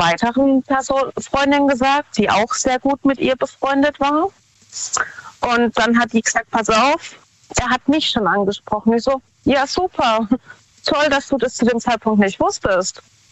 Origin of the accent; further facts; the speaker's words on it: Ettlingen, Baden-Württemberg, Germany; Von Baden-Württemberg, nähe Karlsruhe.